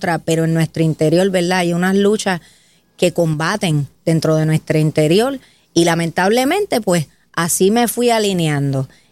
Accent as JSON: {"language": "Spanish", "town": "San Juan", "country": "Puerto Rico", "also_born_or_lived": "United States", "said": "Yo soy de Río Piedras."}